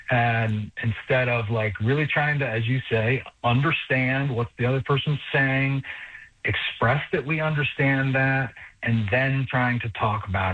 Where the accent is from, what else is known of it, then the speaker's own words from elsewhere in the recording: United States; Well, we are all, we kind of take for granted that we're American.